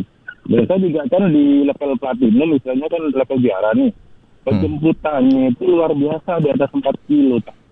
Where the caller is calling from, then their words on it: Bali, Indonesia; Selamat malam Pak narasumber, ini saya dari Bali, saya juga ojol, depannya saya Gojek.